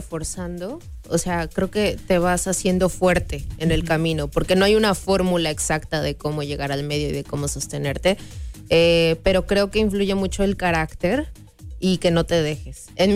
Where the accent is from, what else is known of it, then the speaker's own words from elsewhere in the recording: Veracruz, Mexico; soy de Veracruz.